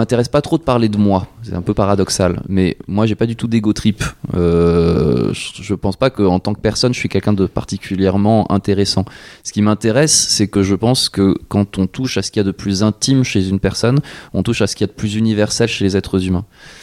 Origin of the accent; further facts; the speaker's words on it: Strasbourg, Grand Est, France; moved away as an adult; now in Troyes, France; Non, moi je suis natif de Strasbourg. Je suis arrivé à Troyes en 2017.